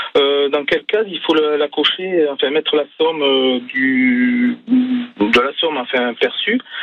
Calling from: Talence, Nouvelle-Aquitaine, France; j'habite à Talence.

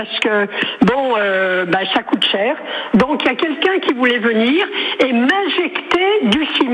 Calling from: Digna, Bourgogne-Franche-Comté, France; D'un petit village qui s'appelle Digna, D-I-G-N-A.

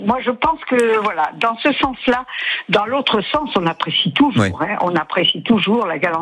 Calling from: Ciboure, Nouvelle-Aquitaine, France; Bonjour, je vous appelle de Cibourg.

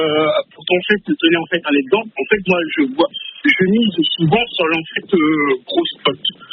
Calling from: Évry, Île-de-France, France; J'habite sur Évry.

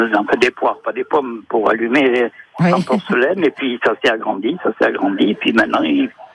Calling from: Nouvelle-Aquitaine, France; Je vous appelle de Palis, canton de Neuvic-du-Sel.

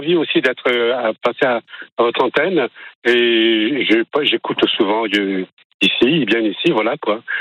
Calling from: La Celle-Saint-Cloud, Île-de-France, France; Oui, je suis à la Selle Saint-Cloud.

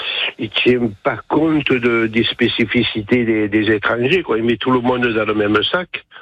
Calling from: France; moi je suis français.

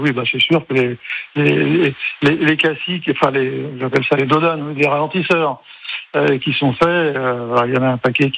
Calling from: Bourg-lès-Valence, Auvergne-Rhône-Alpes, France; j'habite à Marcurtin, à Bourg-lès-Valence.

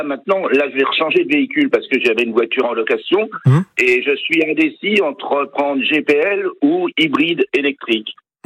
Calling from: Brittany, France; Là, j'habite à Saint-Gilda.

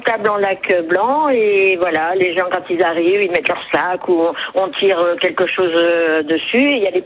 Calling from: Saint-Laurent-du-Var, Provence-Alpes-Côte d'Azur, France; je ne suis pas à la Colle-sur-Loup, je suis à Saint-Laurent-du-Var.

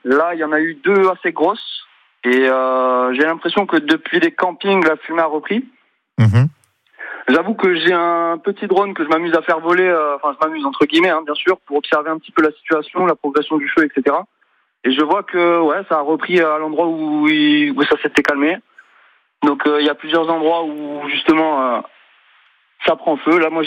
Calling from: Canet-en-Roussillon, Occitanie, France; je suis quand même situé assez loin, mais je ne suis pas dans le village. Je suis à Cannes-Plage.

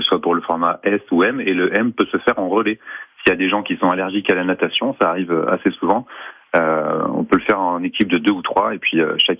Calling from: Augerolles, Auvergne-Rhône-Alpes, France; on habite à Augerolles, effectivement.

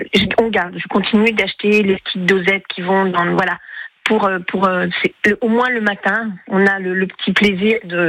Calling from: Nantes, Pays de la Loire, France; Je suis nantaise

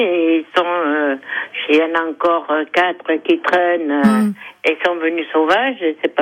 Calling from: Limoges, Nouvelle-Aquitaine, France; J'habite à Limoges, oui.

